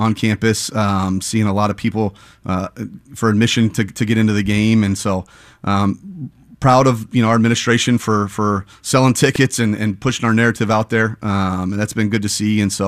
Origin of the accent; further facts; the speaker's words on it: Ohio, United States; now in Kansas City, United States; It's what I was born and raised in Ohio, so this is what I know. It's what I relate to, and so we love living in Kansas City.